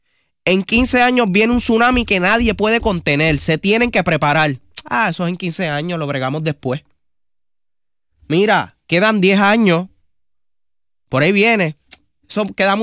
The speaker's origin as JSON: {"language": "Spanish", "country": "Puerto Rico", "said": "Desafortunadamente, y me incluyo como puertorriqueño, a todos nos aplica, nuestra cultura está desarrollada para dejarlo todo para lo último."}